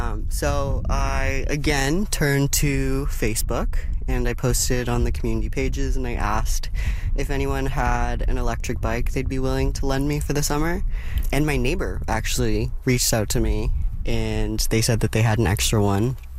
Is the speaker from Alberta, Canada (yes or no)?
yes; Calgary, Alberta, Canada; I'm from Calgary, and I went to school in art history in Montreal